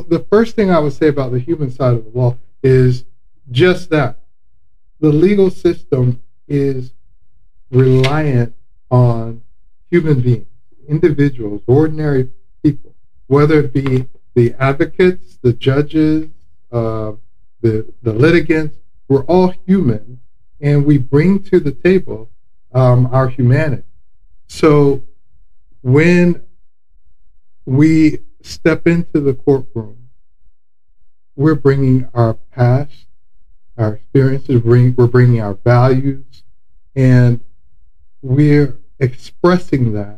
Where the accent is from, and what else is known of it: Florida, United States; born or raised there; accent: South Florida